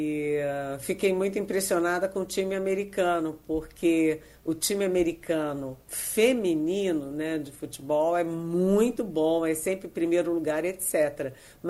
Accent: Brazil; now in Brasília, Brazil; eu assisti como brasileira

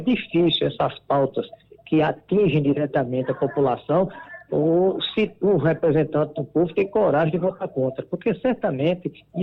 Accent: Vitória de Santo Antão, Pernambuco, Brazil; A minha terra natal, Vitória de Santo Antão, completou 400 anos.

